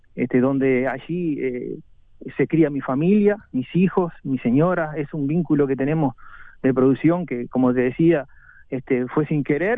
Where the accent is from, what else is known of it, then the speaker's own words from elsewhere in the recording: Florida, Uruguay; soy viví desde chiquito, soy criado afuera, nací en la ciudad de Florida y siempre me mantuve en mi pueblo, en Berrondo.